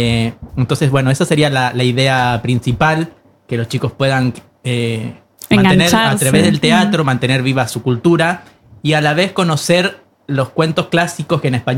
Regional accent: Uspallata, Mendoza, Argentina; Obvio, yo soy de Uspallata

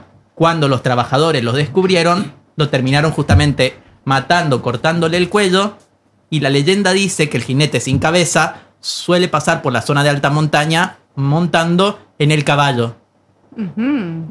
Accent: Uspallata, Mendoza, Argentina; Soy de Uspallata, por eso también lo conozco.

